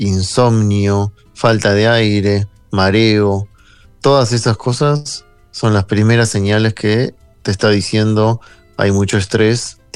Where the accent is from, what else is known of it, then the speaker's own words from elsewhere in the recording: Argentina; born there; moved away; nací ahí, hace muchos años no vivo en Argentina, pero me encanta ir, voy una o dos veces por año